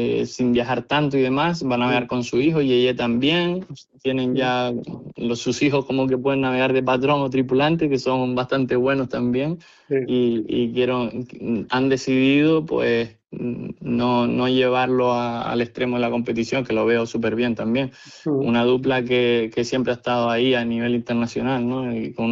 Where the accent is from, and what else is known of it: Spain